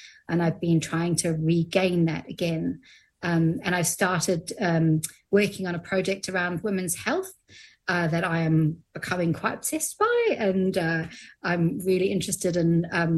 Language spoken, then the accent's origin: English; New Zealand; Oh, being New Zealander of the year, that was kind of amazing.